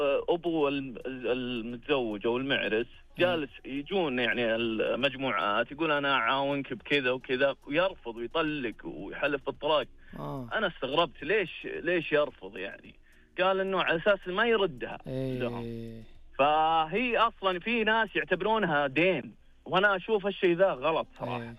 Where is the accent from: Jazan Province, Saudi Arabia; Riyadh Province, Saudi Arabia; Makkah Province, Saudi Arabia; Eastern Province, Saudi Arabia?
Riyadh Province, Saudi Arabia; Riyadh; من الرياض.